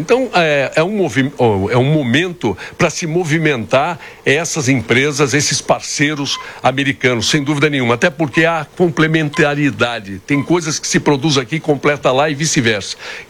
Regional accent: Brazil; nós brasileiros

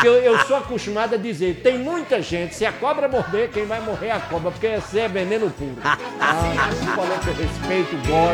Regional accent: Brazil

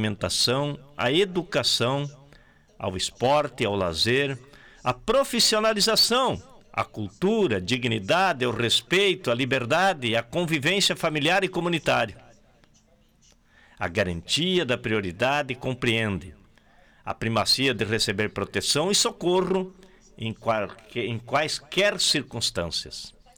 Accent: Brazil

